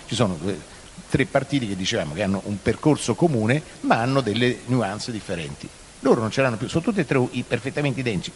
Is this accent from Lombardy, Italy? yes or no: no; Rome, Lazio, Italy; Sì, siamo romani